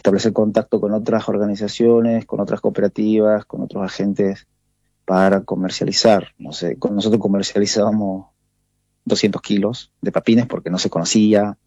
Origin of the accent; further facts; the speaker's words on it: Colanzulí, Salta, Argentina; Nosotros somos de Colanzulí, que que está ubicado en el departamento de Iruya, en la provincia de Salta. Está bien al norte de la provincia de Salta.